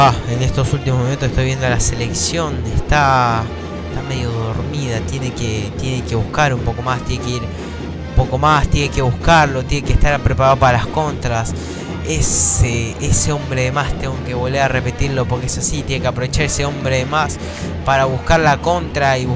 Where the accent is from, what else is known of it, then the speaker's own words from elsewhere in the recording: Argentina; somos argentinos